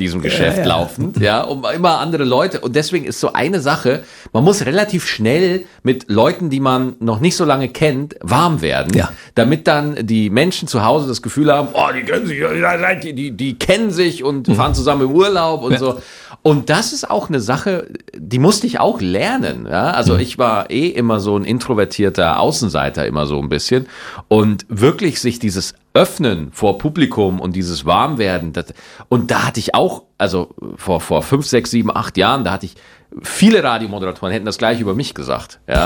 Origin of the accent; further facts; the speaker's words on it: Bavaria, Germany; je näher ich tatsächlich an meine Heimat Niederbayer komme, umso schneller hört man dann raus